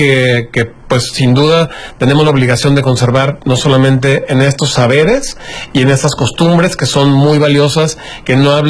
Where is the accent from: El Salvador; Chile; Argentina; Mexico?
Mexico; con mucho de lo que somos como mexicanos